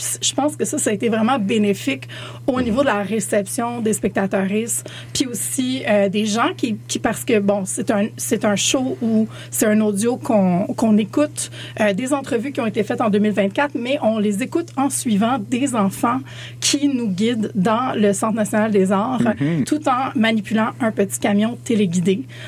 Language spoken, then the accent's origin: French; Montreal, Quebec, Canada; Ben, tu sais, je suis de Montréal, hein.